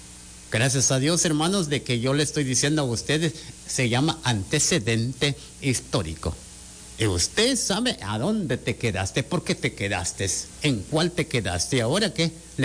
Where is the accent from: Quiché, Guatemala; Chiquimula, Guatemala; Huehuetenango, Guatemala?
Chiquimula, Guatemala; Jocotán; Yo soy de Jocotán.